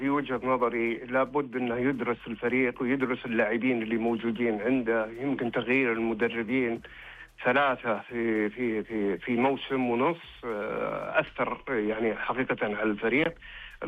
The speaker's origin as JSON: {"language": "Arabic", "country": "Saudi Arabia", "said": "بطولة تحمل اسم غالي على قلوبنا إحنا كسعوديين"}